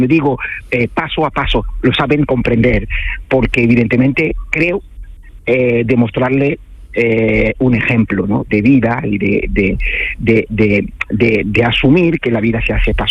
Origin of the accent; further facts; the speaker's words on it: Cameroon; moved away; cuando vuelves allá, en mi país, en Camerún, eres mucho más extranjero allá.